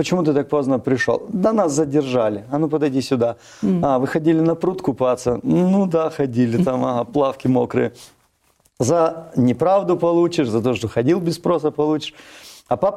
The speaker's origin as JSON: {"language": "Russian", "town": "Pyatigorsk", "region": "Stavropol Krai", "country": "Russia", "tie": "born or raised there", "said": "Ну, мама с Украины у меня, папа тоже с Украины. Но родился я уже на Кавказе, в городе Пятигорске. Очень красивый город, добро пожаловать. Вот, там я прожил всю жизнь, ходил в одну школу, вырос на одной улице"}